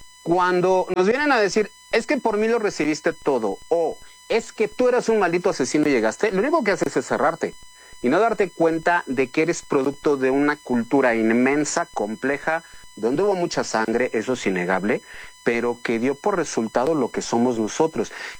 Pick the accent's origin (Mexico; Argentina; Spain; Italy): Mexico; No somos España, no somos los pueblos prehispánicos, somos mexicanos.